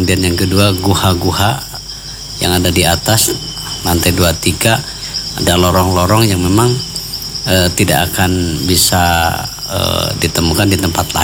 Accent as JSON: {"language": "Indonesian", "town": "Sumedang", "region": "West Java", "country": "Indonesia", "said": "Saya sebagai orang Sumedang merasa bangga ada tempat bersejarah, yaitu Gunung Kunci yang ada di Sumedang"}